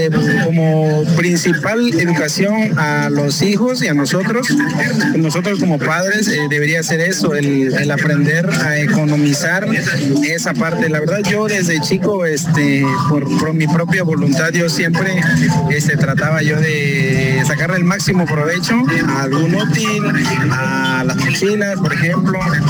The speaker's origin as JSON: {"language": "Spanish", "country": "Mexico", "said": "porque como mexicanos siempre a veces dejamos todo al último"}